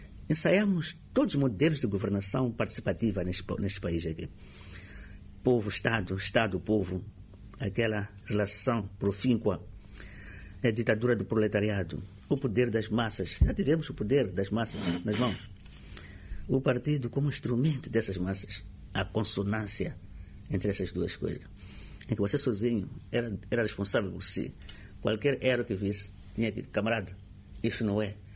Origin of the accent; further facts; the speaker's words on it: Mozambique; pelo menos para nós, como moçambicanos.